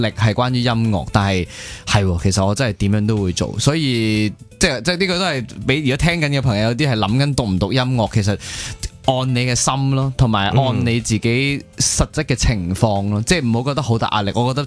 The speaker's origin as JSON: {"language": "Cantonese", "country": "Macau", "moved": "as an adult", "lives_now": "Hong Kong", "said": "原来我发现我系嚟自澳门，系我系嚟自澳门，我系大学先嚟香港读书嘅。"}